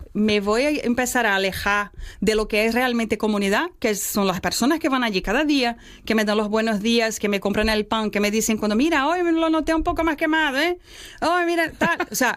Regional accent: Brazil; now in Galicia, Spain

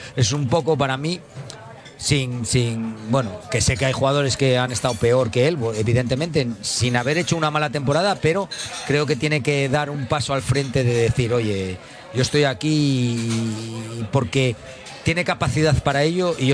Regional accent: Gijón, Asturias, Spain; yo soy de aquí, de Gijón. Soy del Sporting de toda la vida.

